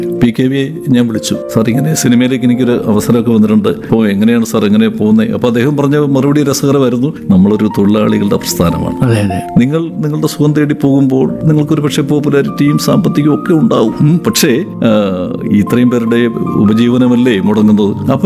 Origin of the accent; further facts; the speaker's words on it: Pavithreswaram, Kerala, India; born there; അവിടെ പൗത്രേശ്വരം എന്ന് പറയുന്ന സ്ഥലത്താണ് ഞാൻ ജനിച്ചത്.